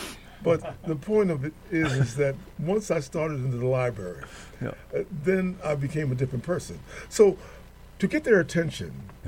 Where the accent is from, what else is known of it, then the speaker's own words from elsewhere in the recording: New York City, New York, United States; when I was a young kid growing up in Harlem with all that Harlem had